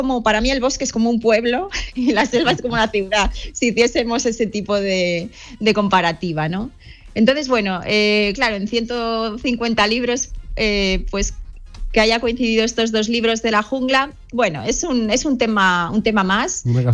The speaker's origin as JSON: {"language": "Spanish", "region": "Pyrenees", "country": "Spain", "said": "Yo soy del Pirineo y el bosque me acompaña en muchísimos libros como En tren de invierno."}